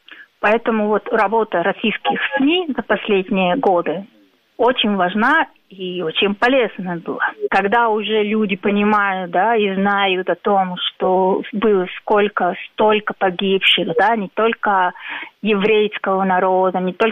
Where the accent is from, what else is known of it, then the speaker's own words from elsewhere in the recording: Colombia; moved away; Я, поскольку из Колумбии